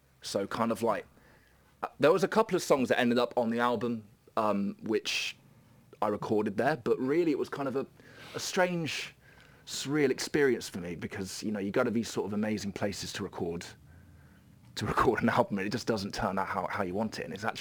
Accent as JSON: {"language": "English", "town": "Birmingham", "region": "West Midlands", "country": "United Kingdom", "tie": "born or raised there", "said": "I liked growing up in Brum"}